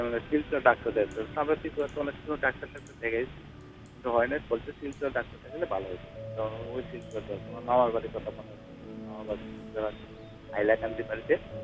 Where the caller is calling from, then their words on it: Jaymangal, India; জয়মঙ্গল থেকে বলছি।